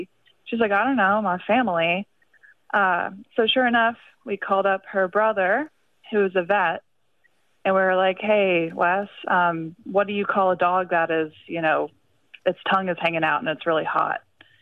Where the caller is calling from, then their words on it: Washington, District of Columbia, United States; I'm calling from Washington, D.C.